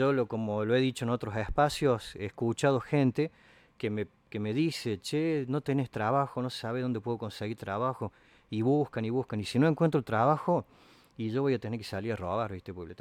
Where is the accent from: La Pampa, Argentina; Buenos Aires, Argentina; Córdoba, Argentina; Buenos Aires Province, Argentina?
Córdoba, Argentina; Alta Gracia; Nací acá, por supuesto, en Altagracia. Mis abuelos, mis bisabuelos, bueno, nosotros somos ascendientes indígenas.